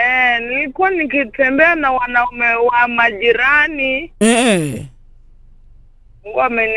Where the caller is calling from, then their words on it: Kisumu, Kisumu County, Kenya; tena kutoka Kisumu.